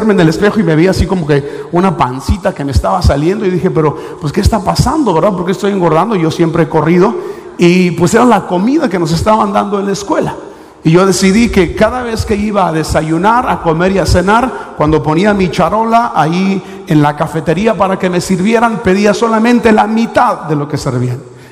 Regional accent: Sonora, Mexico; moved away as an adult; now in United States; yo soy de Sonora y los burritos de Sonora pues son chiquitos

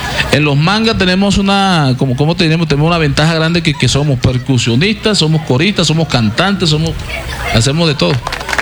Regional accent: Bogotá, Colombia; moved away as an adult; also born or lived in Bosconia, Cesar; now in Valledupar, Colombia; y a toda la familia nos fuimos para allá, para Bogotá. Y ahí nos criamos en Bogotá. Duramos casi 40 años. Luego nos regresamos a Valledupar y bueno, vivimos ahora en Valledupar.

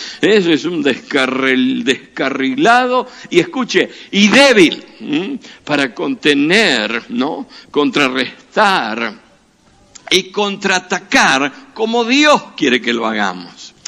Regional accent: Argentina; Estoy hablando de nuestra forma de pensar como argentinos

